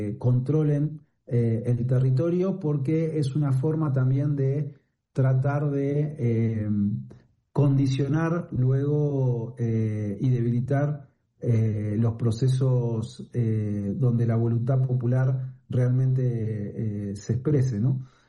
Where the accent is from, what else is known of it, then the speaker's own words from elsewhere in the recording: Argentina; yo soy argentino